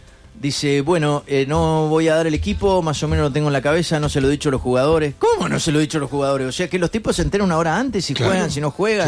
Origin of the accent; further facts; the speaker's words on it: Argentina; Pero nosotros somos Argentina, viejo.